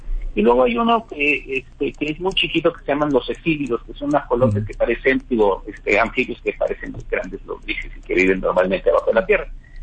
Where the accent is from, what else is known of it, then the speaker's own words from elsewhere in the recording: Mexico; somos como mexicanos